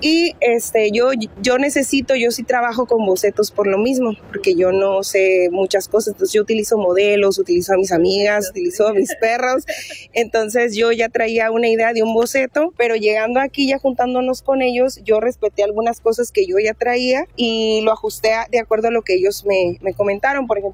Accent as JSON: {"language": "Spanish", "town": "Ciudad Constitución", "region": "Baja California Sur", "country": "Mexico", "said": "allá en nuestra tierra, en un poblado que nos queda a unos cuantos kilómetros, se llama La Toba. Nosotros somos de Ciudad Constitución, Baja California Sur."}